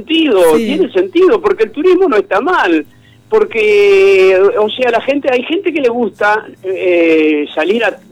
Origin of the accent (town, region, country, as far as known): Uruguay